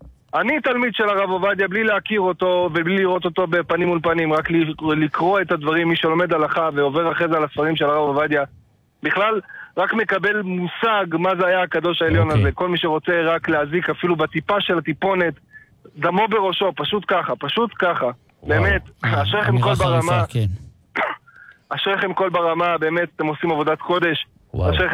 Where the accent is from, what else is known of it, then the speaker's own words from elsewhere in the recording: Herzliya, Tel Aviv District, Israel; now in Jerusalem, Israel; אני היום גר בירושלים, אני גדלתי בהרצליה